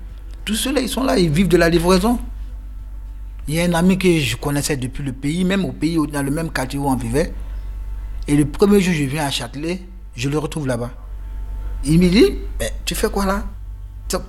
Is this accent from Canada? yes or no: no; Côte d’Ivoire; now in Paris, France; je suis livreur à Paris depuis 2021. Je viens de la Côte d'Ivoire. Et là, j'ai quitté mon pays depuis août 2016.